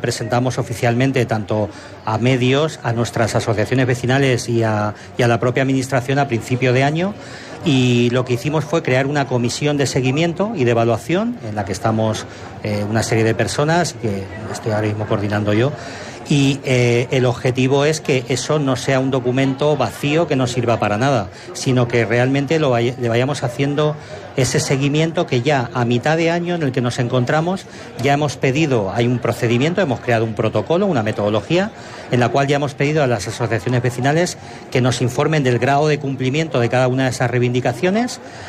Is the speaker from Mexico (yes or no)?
no; Spain; yo que soy de Santana, pues el distrito 6